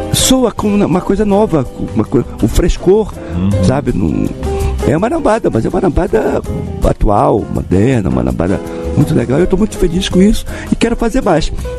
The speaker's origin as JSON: {"language": "Portuguese", "region": "Amapá", "country": "Brazil", "tie": "born or raised there", "lives_now": "Brasília, Brazil", "said": "Que tem uma raiz de amapaenses, onde eu me criei e tal."}